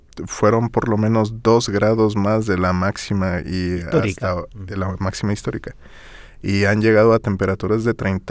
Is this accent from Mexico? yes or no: yes; Veracruz, Mexico; now in Santiago, Chile; pero es más similar aquí a Chile que a Veracruz, el pueblo de donde yo vengo.